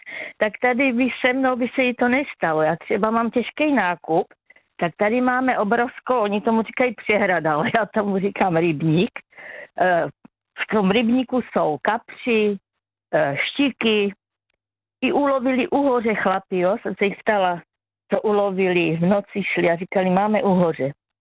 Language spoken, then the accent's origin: Czech; Olomouc, Olomouc Region, Czechia; moved away as an adult; now in village near Olomouc, Czechia; já jsem rodačka z Olomouce, jsem se narodila v Olomouci, žila tam plno let. Já nevím, přes 32 let a přistěhovala jsem se po letech potom s přítelem